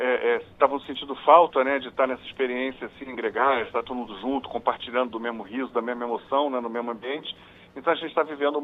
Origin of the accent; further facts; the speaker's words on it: Rio de Janeiro, Brazil; Sou carioca